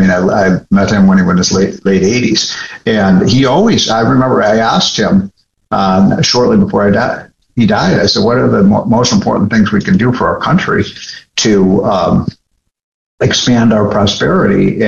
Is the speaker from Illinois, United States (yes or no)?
yes; Chicago, Illinois, United States; I'm from Chicago.